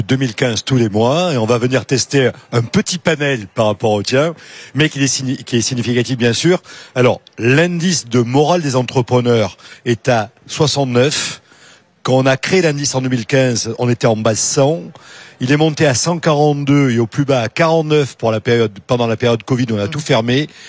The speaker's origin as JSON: {"language": "French", "region": "South-West France", "country": "France", "said": "comme on dit chez moi, dans le Sud-Ouest"}